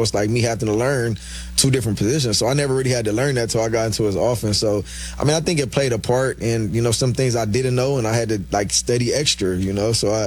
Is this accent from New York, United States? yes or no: no; Los Angeles, California, United States; born or raised there